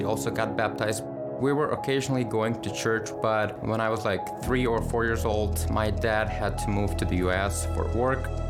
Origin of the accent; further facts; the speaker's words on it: Ukraine; I'm originally from Ukraine. My parents had the idea just to follow the tradition, you know. Our parents were Catholics, we're gonna also be Catholics.